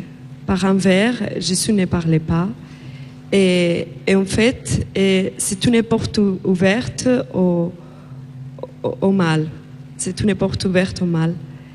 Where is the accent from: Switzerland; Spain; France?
Spain; moved away; je viens d'Espagne.